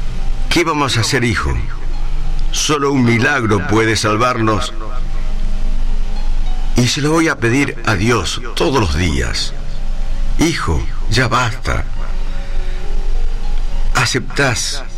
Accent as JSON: {"language": "Spanish", "town": "Estanislao del Campo", "region": "Formosa", "country": "Argentina", "tie": "born there", "said": "llegamos más precisamente a mi pueblo querido, Estanislao del Campo."}